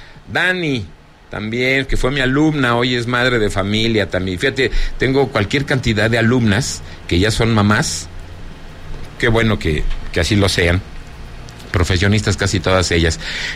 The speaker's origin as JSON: {"language": "Spanish", "region": "Mexico City", "country": "Mexico", "moved": "yes", "lives_now": "Zacatecas, Mexico", "said": "me olvidaron en la colonia de doctores en la Ciudad de México, luego me trajeron para acá, yo soy de la Ciudad de México, y ya me avecindé en este bendito y maravilloso estado"}